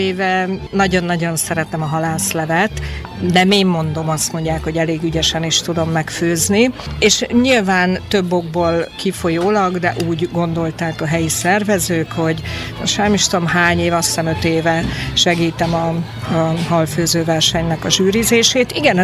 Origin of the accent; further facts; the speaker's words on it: Szolnok, Jász-Nagykun-Szolnok, Hungary; én tiszaparti lány vagyok, Szolnokon születtem